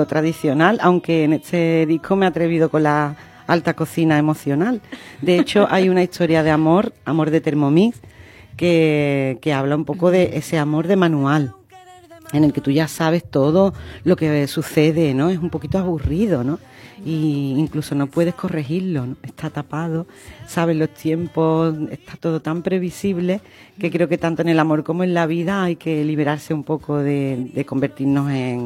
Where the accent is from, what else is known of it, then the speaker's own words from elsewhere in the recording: Utrera, Andalusia, Spain; yo vengo de Utrera